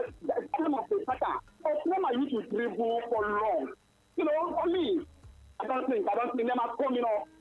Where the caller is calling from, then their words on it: Anambra, Nigeria; I'm calling from Anambra.